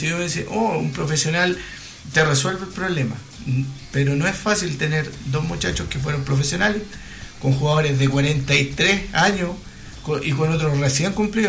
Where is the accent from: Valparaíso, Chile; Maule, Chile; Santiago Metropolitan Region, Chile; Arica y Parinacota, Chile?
Maule, Chile; Romeral